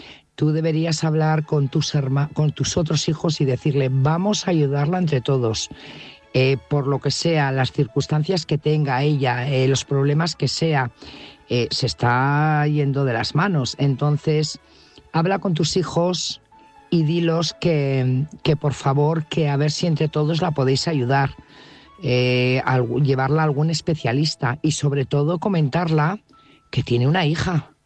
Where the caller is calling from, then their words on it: Burgos, Castile and León, Spain; corresponsal de Burgos.